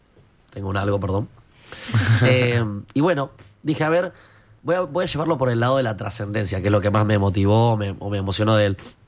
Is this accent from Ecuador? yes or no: no; Argentina; Y esto lo digo como argentino también